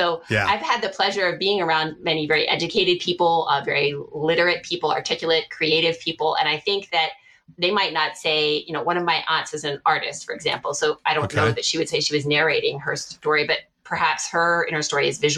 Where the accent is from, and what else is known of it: East Coast, United States; born or raised there; also born or lived in New York / Pennsylvania / Maryland / Washington, D.C.